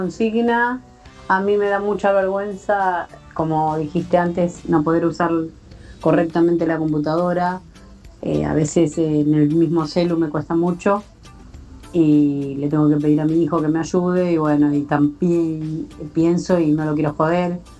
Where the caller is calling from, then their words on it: Loma Hermosa, Buenos Aires Province, Argentina; de Loma Hermosa.